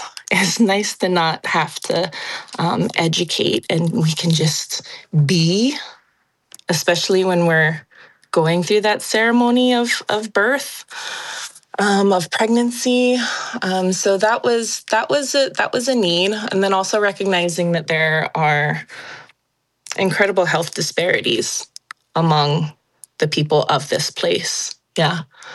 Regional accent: Puna, Hawaii, United States; moved away as an adult; now in Kauai, United States; Maikane and I raise our four keiki on Kauai. I was raised in the Puna area of Hawaii Islands, but have been on Kauai for the last 20 years now.

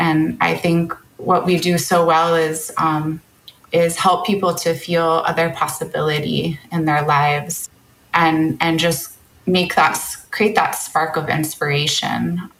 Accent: Maui, Hawaii, United States; now in Kaneohe, United States; I'm the director of Wisdom Circles Oceania. And I am born and raised on Maui, and I live on Oahu now in Kaneohe.

